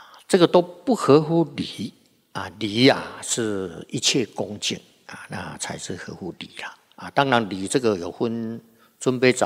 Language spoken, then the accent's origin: Chinese; Taiwan; 我们台湾的人